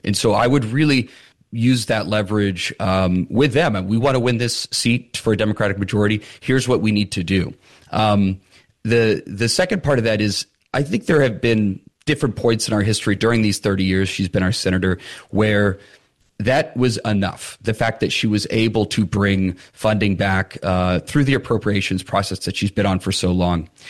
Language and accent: English; Lewiston, Maine, United States; I'm from Lewiston, born and raised. I'm raising my family in Lewiston, Auburn.